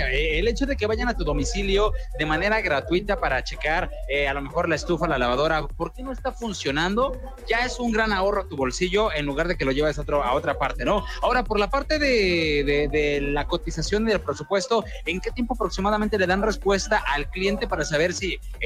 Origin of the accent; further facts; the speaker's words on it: Mexico; como buenas familias mexicanas